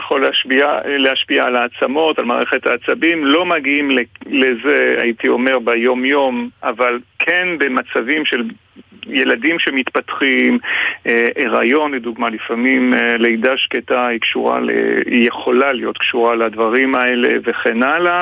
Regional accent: France; now in Israel; בגלל שאני גדלתי במדינה אחרת, ושם המלח היה כבר עם יוד, אני גדלתי בצרפת

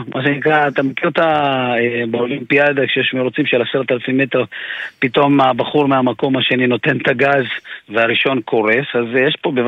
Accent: Ashdod, Southern District, Israel; אני גדלתי באשדוד

